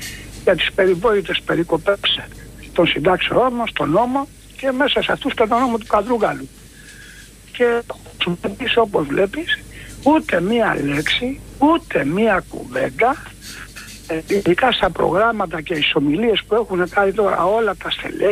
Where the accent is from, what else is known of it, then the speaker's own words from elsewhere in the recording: Corfu, Ionian Islands, Greece; Είναι άπιαστο να φανταστείς και εγώ που είμαι από την Κέρκυρα